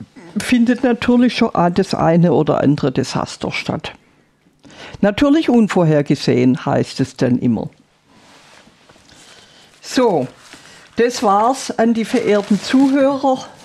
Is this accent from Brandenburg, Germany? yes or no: no; Berlin, Germany; now in Stuttgart, Germany; Ich bin in Berlin groß geworden und da gibt es viele Seen, auch in der näheren Umgebung, in denen man im Sommer baden kann.